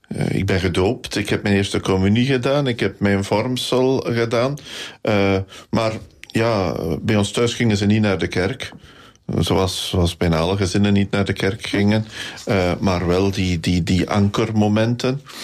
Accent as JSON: {"language": "Dutch", "town": "Nederhasselt", "region": "East Flanders", "country": "Belgium", "tie": "born or raised there", "also_born_or_lived": "Ninove", "said": "Ik ben geboren in Ninoven, maar opgegroeid in Nederasselt bij Ninoven, een klein dorpje daarnaast."}